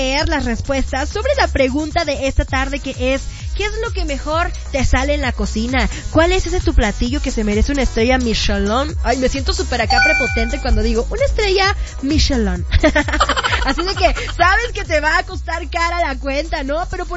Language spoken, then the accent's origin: Spanish; Guerrero, Mexico; como buena guerrerense que soy